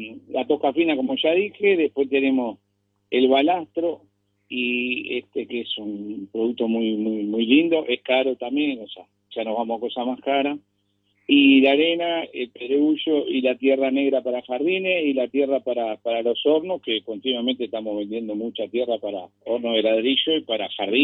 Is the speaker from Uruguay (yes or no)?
yes; Canelones, Uruguay; yo soy canario y soy orgulloso de ser canario.